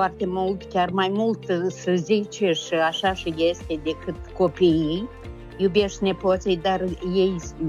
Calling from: Hîrtopul Mare, Criuleni District, Moldova; Din Hârtopul Mare.

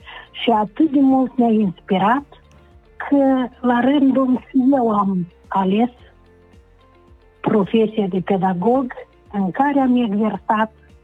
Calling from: Colonița, Chișinău, Moldova; Și eu sunt din Coloniță

